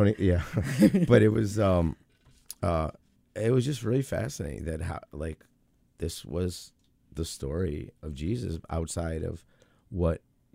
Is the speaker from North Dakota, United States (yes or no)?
no; Arlington Heights, Illinois, United States; born or raised there